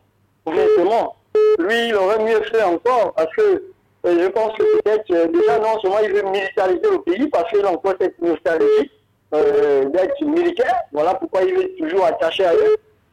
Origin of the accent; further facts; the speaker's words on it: Gabon; je suis un Gabonais, moi je suis un Gabonais, tu m'entends.